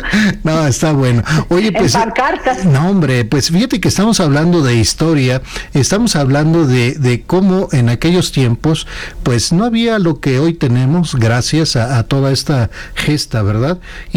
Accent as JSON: {"language": "Spanish", "country": "Mexico"}